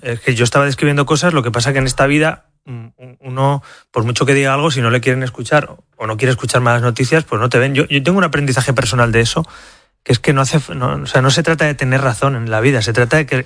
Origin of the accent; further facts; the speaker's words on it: Spain; Como español, si te doy mi opinión, creo que hay que buscar todos los mecanismos para que esto no se alargue demasiado.